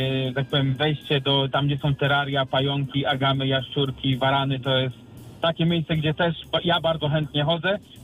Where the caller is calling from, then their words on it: Oleśnica, Lower Silesian Voivodeship, Poland; My jesteśmy z Oleśnicy